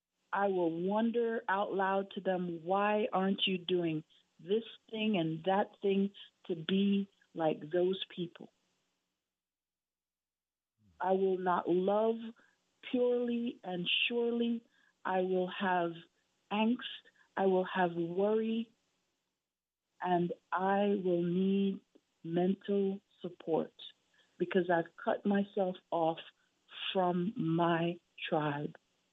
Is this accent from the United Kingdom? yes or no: no; Jamaica; now in Alaska, United States; as a Jamaican out of a British Commonwealth